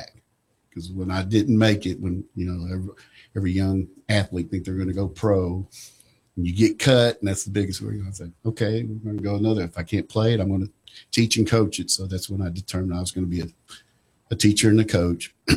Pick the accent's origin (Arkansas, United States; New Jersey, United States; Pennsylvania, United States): Arkansas, United States; Jacksonville; I grew up in Jacksonville with Arkansas Tech.